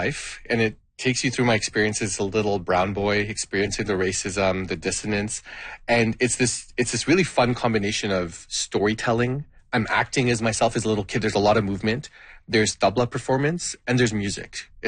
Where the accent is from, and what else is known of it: Canada; born there; first language Gujarati; English is a second language